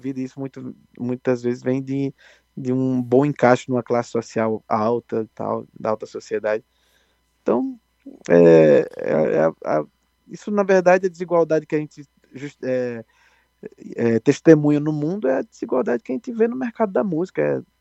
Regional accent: Arapiraca, Alagoas, Brazil; Arapiraca, que é a minha cidade natal, interior de Alagoas

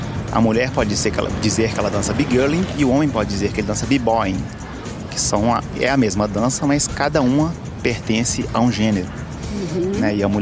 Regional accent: Minas Gerais, Brazil; O mineiro tem as tradições mineiras, que faz de nós sermos mineiros

